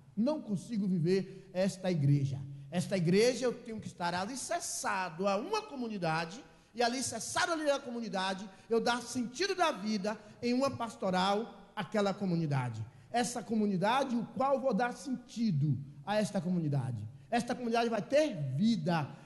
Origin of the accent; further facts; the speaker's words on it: Jequitinhonha Valley, Minas Gerais, Brazil; moved away as an adult; Estou nessa região já há 2 anos, já há 2 anos nessa região, mas não sou dessa região, sou do Vale do Jequitinhonha. Não conheço muito esta região